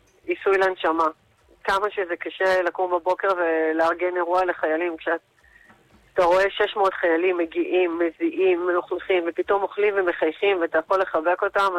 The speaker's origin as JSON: {"language": "Hebrew", "town": "Netanya", "region": "Central District", "country": "Israel", "said": "אני מנתניה"}